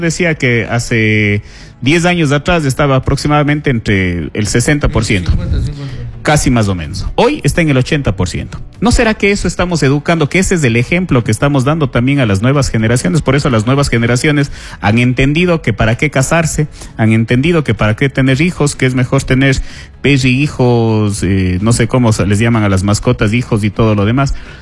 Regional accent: Cuenca, Azuay, Ecuador; yo soy cuencano

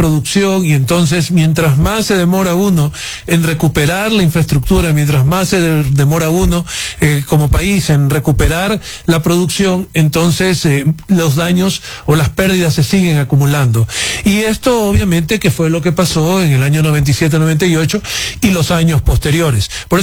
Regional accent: Ecuador; la factura la vamos a pagar todos los ecuatorianos

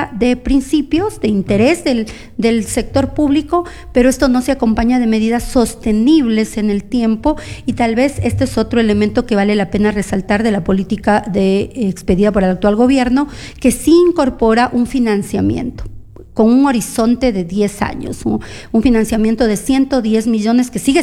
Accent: Ecuador; Nosotros mismo, como Mujeres Ecuatorianas Organizadas, yo pertenezco a este colectivo, tenemos un fuerte contingente de mujeres ecuatorianas organizadas y organizaciones acá en Loja.

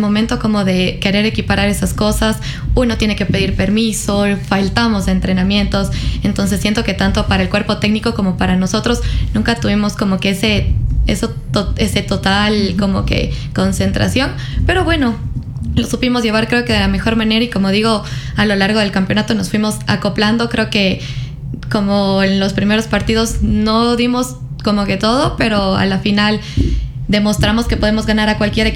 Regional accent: Cuenca, Azuay, Ecuador; la mayoría de chicas que somos de acá de Cuenca

